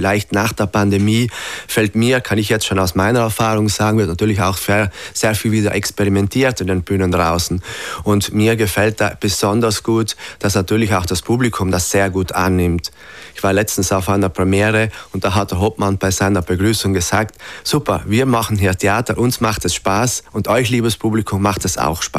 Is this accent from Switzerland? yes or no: no; Trentino-Alto Adige, Italy; damals noch im Eckental, wo ich aufgewachsen bin